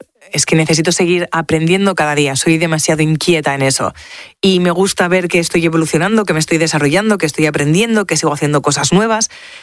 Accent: Spain; yo soy española

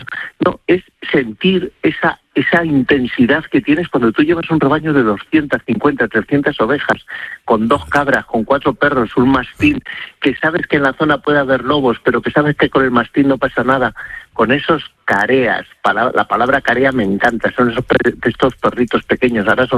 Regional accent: Castile and León, Spain; also born or lived in Madrid; Pero hombre, ¿cómo no lo voy a conocer si es mi tierra? Que es que yo me crié tirando cantos a los del pueblo de arriba, a los de Navasequilla, y los de la Lastra me tiraban cantos a mí

